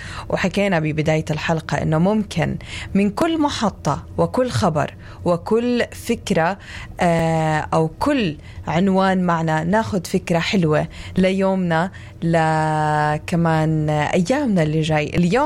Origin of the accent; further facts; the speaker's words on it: Palestine; خاصة عنا بفلسطين